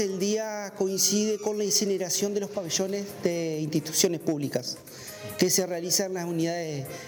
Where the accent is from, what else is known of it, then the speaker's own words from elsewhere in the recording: Uruguay; Es una fecha, no solo como militar, sino como uruguayo, en el cual el prócer de la patria se despidió físicamente, ¿verdad?